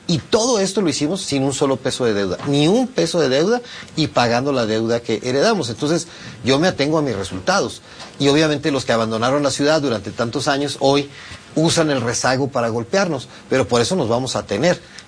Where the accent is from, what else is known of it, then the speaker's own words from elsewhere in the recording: Chihuahua, Mexico; Somos chihuahuenses todos, merecemos respeto todas y todos